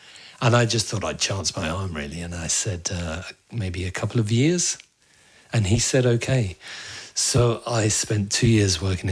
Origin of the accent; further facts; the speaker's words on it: London, United Kingdom; I was born and raised in London, yeah. And my mother and father were from Sligo, from rural Sligo.